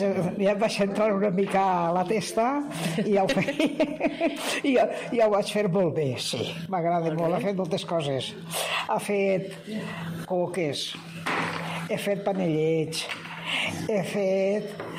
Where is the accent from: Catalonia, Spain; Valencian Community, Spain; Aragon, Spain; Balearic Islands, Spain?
Valencian Community, Spain; jo soc valenciana